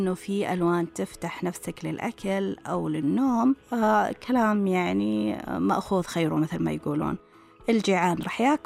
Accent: Saudi Arabia; وأنا محيطي صحراوي، كيف ممكن نضيف الحياة يعني لابن البيئة الصحراوية؟ أنت قبل شوي ذكرتي البحر، ذكرتي مثلا المسطحات المائية، هذه مش متوفرة بكثرة عندنا في السعودية إلا على الساحلين

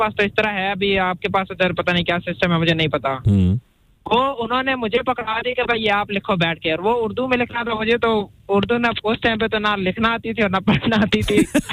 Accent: Chakwal, Punjab, Pakistan; मैं पाकिस्तान में चकवाल से हूँ और चकवाल में भी आगे मेरा गांव थोड़ा दूर करके

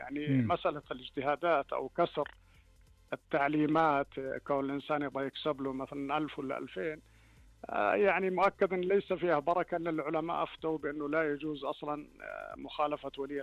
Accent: Saudi Arabia; يعني بلادنا بهذه الكفاءة وبهذه الجدارة لإدارة هذه الحشود

